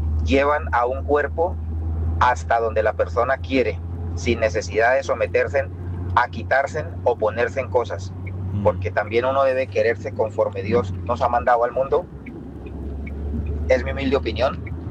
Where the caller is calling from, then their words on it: Spain; yo llamo desde España.